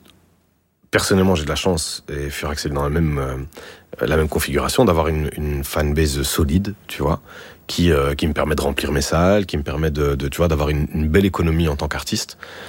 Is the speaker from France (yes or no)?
no; Forest, Brussels-Capital Region, Belgium; je travaillais à la maison de jeunes de Forêt, chez nous, à BX.